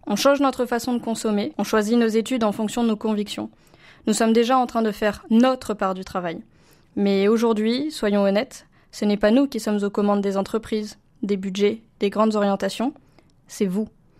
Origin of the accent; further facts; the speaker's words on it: Guadeloupe; moved away as an adult; now in Montpellier, France; je viens de la Guadeloupe.